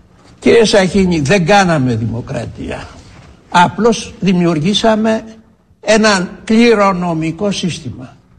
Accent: Peloponnese, Greece

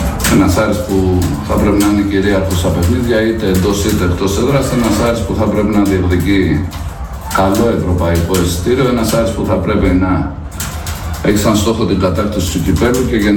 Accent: Greece; Εγώ σαν Έλληνας

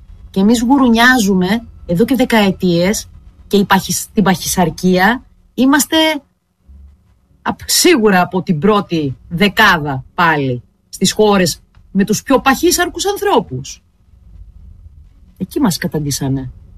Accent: Greece; καταντήσαμε εδώ που καταντήσαμε και σαν Έλληνες

